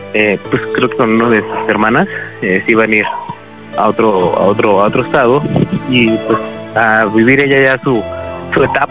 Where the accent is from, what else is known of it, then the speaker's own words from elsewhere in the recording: Mexico City, Mexico; Bueno, no, soy nativo de la Ciudad de México, pero ando viviendo por acá.